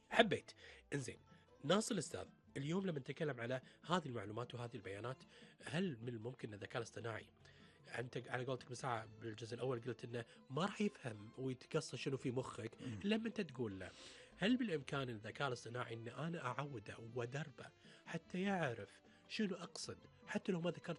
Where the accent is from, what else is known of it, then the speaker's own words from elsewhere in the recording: Kuwait; احنا في الكويت